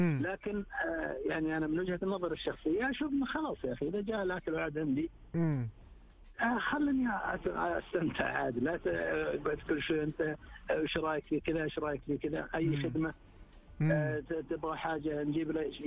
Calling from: Riyadh, Riyadh Province, Saudi Arabia; من الرياض.

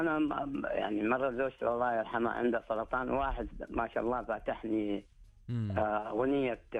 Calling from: Saudi Arabia; عندنا في المملكة العربية السعودية

